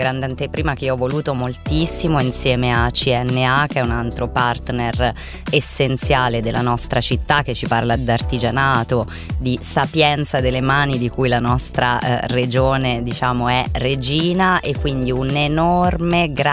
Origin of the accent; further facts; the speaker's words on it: Perugia, Umbria, Italy